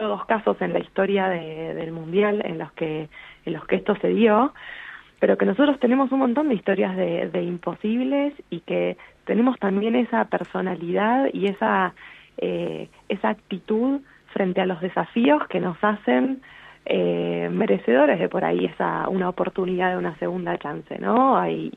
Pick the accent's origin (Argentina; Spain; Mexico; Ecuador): Argentina; todos nos queremos como argentinos, todos nos queremos